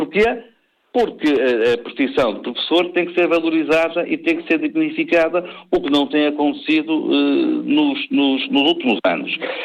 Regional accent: North, Portugal; no meu caso, sou do Norte

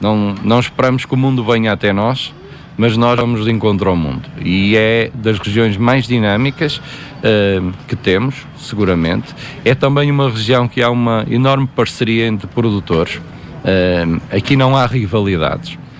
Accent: Marco de Canaveses, Porto, Portugal; now in Amarante, Portugal; Eu sou natural do Mar Canaves, um concelho vizinho, mas, por ironia do destino, vim parar a Amarante, a Gatão, em específico

